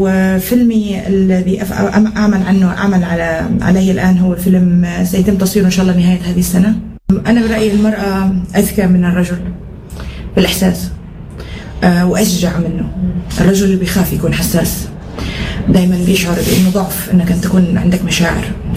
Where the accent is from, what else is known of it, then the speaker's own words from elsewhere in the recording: Kuwait; حسن الحظ إني أنا من الكويت لأن هذا الشيء أعطاني قومية حب لفلسطين